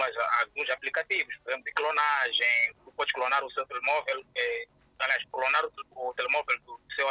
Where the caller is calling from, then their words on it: Nampula, Mozambique; Falo de Nampula.